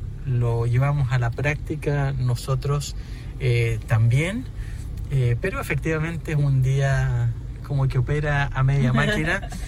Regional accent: Chile; para lo que somos como chilenos

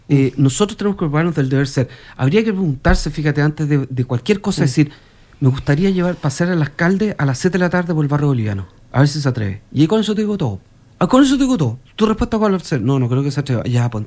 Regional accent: Chile

